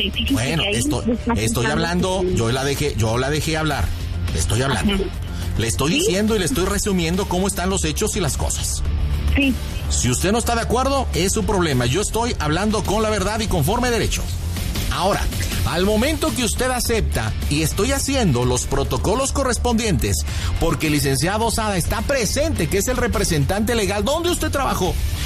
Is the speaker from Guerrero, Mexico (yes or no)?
no; Nuevo León, Mexico; me está criticando porque soy una persona nacida en Nuevo León, soy regia, soy fuerte, soy contundente.